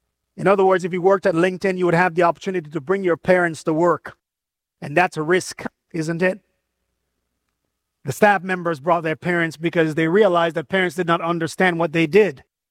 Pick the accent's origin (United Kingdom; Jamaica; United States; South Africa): Jamaica; You know I'm Jamaican.